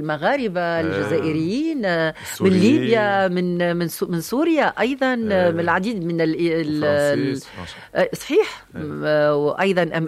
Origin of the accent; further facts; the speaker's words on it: Tunisia; اللي نرحبوا بيهم في العزيزة بلدي تونس الحب.